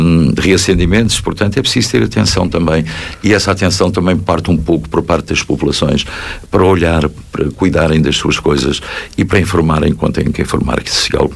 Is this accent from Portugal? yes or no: yes; Arcos de Valdevez, Norte, Portugal; born there